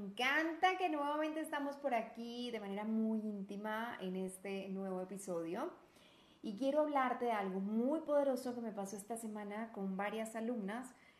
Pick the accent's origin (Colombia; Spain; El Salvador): Colombia; now in Guadalajara, Mexico; colombiana, ahorita estoy viviendo en Guadalajara, México